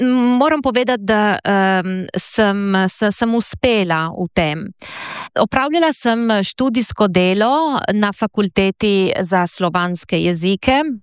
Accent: Friuli-Venezia Giulia, Italy; moved away as an adult; also born or lived in Padua, Italy / Rome, Italy; Izhajam iz Goriških Brd, iz zelo slovenske družine v Italiji. Ob koncu šole sem, čeprav sem bila zelo, zelo povezana, vključena v slovensko manjšino, se odločila, da bom šla študirati najprej v Padovo in potem v Rim

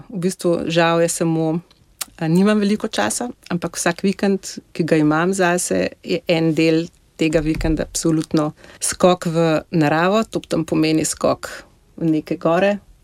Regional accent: Križe, Upper Carniola, Slovenia; moved away as an adult; now in Innsbruck, Austria; jaz sem rojena v Alpah, v bistvu v vasici Križe, pod Kriško goro. Tako da razdijala sem se v gorah.

